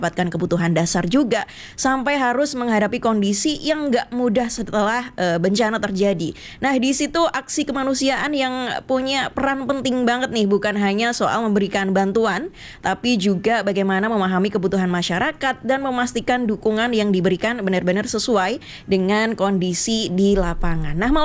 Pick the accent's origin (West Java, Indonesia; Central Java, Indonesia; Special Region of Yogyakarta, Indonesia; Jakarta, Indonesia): Central Java, Indonesia; Sragen; moved away as an adult; now in Jember, Indonesia; Aku dari Sragen.